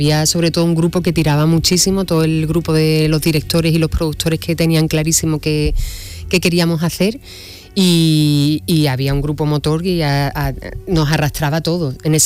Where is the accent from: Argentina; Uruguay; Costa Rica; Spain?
Spain; Huelva, Andalusia; Y yo soy onubense también